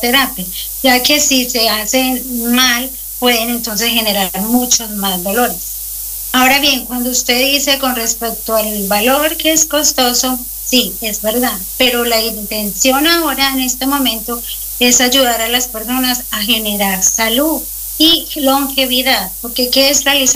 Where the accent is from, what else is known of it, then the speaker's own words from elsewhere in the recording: Colombia; moved away as an adult; now in Coyhaique, Chile; Yo soy de Colombia y allá inicié a estudiar eso como hobby y me vine a este maravilloso lugar, a Patagonia